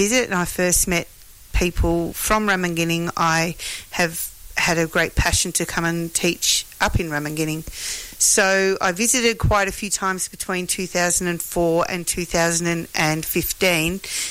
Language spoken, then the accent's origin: English; Cockatoo, Victoria, Australia; moved away; I'm from Victoria, a town called Cockatoo